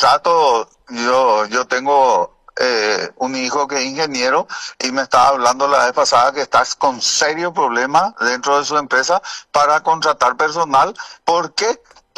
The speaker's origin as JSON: {"language": "Spanish", "town": "Carapeguá", "region": "Paraguarí", "country": "Paraguay", "said": "mi valle carapegüeño"}